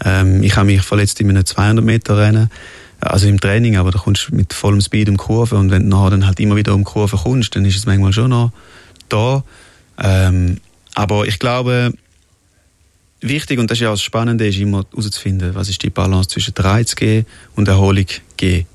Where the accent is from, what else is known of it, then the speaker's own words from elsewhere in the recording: Switzerland; Aber ich bin Schweizer, ich bin mega stolz und für mich ist es mega schön gewesen, da aufzuwachsen, und ich will auch da bleiben.